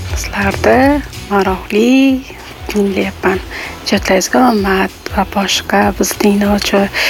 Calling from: Moscow, Russia; Men Moskvadan, Rossiya oblastidan xabarlashyapman.

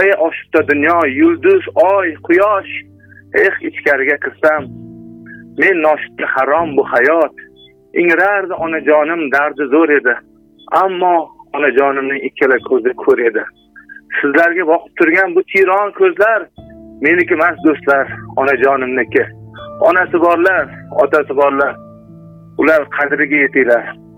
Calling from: Tashkent Region, Uzbekistan; Kashmoriyadanman, Kashmoriyadan.

